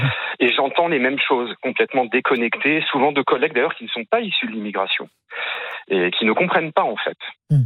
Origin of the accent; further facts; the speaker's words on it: Provence-Alpes-Côte d'Azur, France; born there; Ah, moi je suis 100% français, d'origine marocaine. Je suis né en France. J'ai 55 ans.